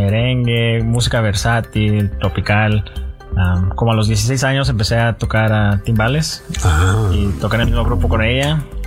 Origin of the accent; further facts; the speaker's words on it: Baldwin Park, California, United States; Pues Baldwin Park es obviamente mi ciudad favorita y es ahí donde yo crecí